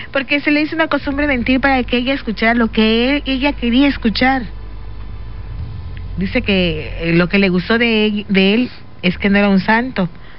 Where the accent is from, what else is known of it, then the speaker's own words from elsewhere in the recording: Mexico; nosotros, como buenos mexicanos así somos